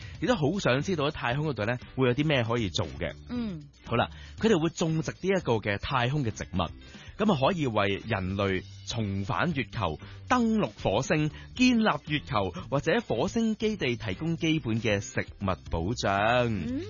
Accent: Hong Kong; 我哋香港人嘅一位太空人啦

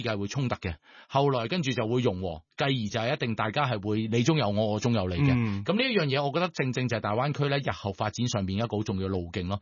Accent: Hong Kong; 我哋香港人

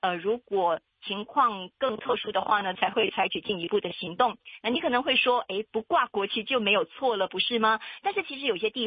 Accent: Malaysia; 我们马来西亚人

